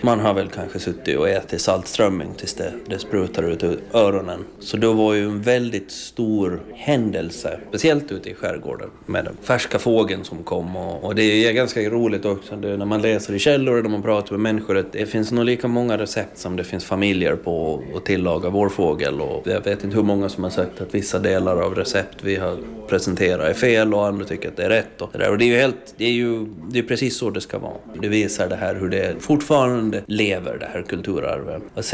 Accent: Åland, Åland Islands; vi är ju alla ålänningar

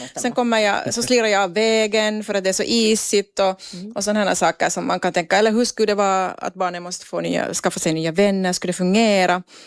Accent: Helsinki, Uusimaa, Finland; Och som helsingforsare kan jag ju tänka att det är någonting som inte är möjligt till exempel då för vår familj eftersom det är så dyrt.

